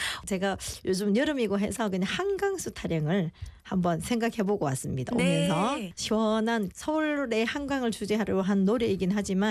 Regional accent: Sancheong, South Gyeongsang, South Korea; now in Busan, South Korea; 제가 워낙 시골 출신이어서 경남 산청이 제 고향인데요. 거기서는 뭐 소리 학원도 따로 있는 곳이 아니고 굉장히 산촌이었기 때문에

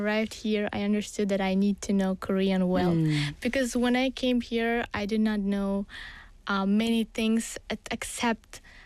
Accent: Bukhara, Bukhara Region, Uzbekistan; English is a second language; I am from Bukhara. Mm-hmm. I don't think there is much people from Bukhara here. I haven't met yet since only one, my friend. Mm-hmm. My hometown is little, mm-hmm. but it's ancient city.

